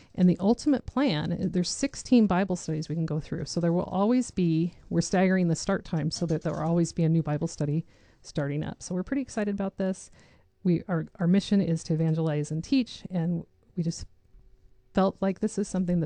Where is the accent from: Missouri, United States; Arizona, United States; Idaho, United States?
Idaho, United States; Jerome; I grew up in Jerome.